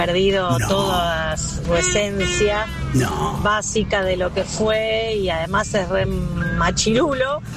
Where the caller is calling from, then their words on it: City Bell, Buenos Aires, Argentina; de Citibel.